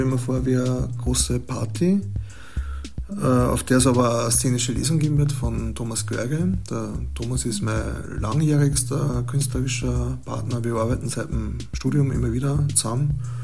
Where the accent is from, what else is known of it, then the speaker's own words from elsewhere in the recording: Upper Austria, Austria; Ich bin in Altlenzing aufgewachsen und in die Volksschule gegangen. Meine Großeltern haben da ein Lebensmittelgeschäft gehabt